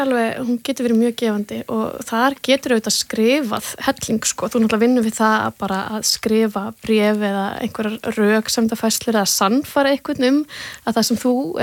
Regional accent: South Region, Iceland; also born or lived in Westfjords; En ég er að sunnan og fór svona með allir semingi, ég þurfti að fara heima, veist

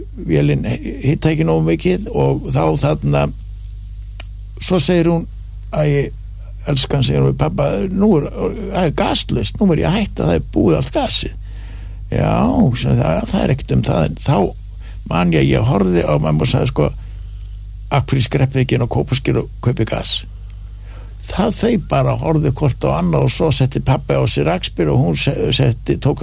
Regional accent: Kópasker, Northeastern Region, Iceland; also born or lived in Keflavík / Bifröst / Hafnarfjörður; now in Reykjavík, Iceland; fer síðan á Kópasker, á mínar heimaslóðir og þar skólastjóri 2 ár svo flutti ég suður Keflavíkur og svo upp í Bifröst í Borgarfirði

